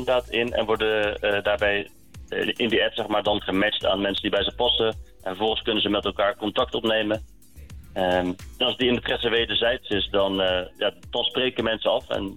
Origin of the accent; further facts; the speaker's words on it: Goes, Zeeland, Netherlands; born there; moved away as an adult; also born or lived in Leiden; now in Goes, Netherlands; toen ik vanuit Leiden, waar ik 10 jaar gewoond heb, terugverhuisde naar mijn geboortestad Goes. Samen met mijn vrouw en kinderen.